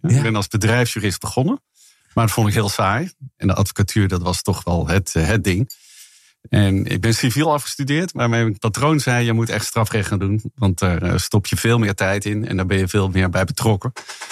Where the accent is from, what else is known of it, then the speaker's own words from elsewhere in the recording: Rotterdam, South Holland, Netherlands; born there; Ik had kantoor in Rotterdam. Ik ben trouwens zelf geboren in Rotterdam.